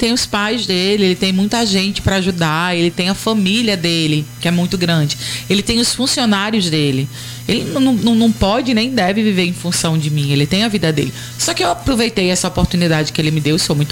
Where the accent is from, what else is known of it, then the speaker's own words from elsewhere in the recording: Northeast Region, Brazil; E eu deixo bem claro que sou artista e sou nordestina.